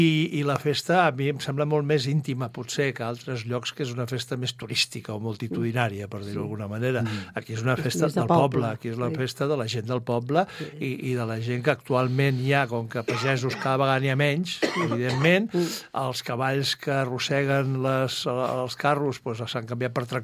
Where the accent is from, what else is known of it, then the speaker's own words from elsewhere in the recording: Cubelles, Catalonia, Spain; A veure, jo vinc del poble de Cubelles.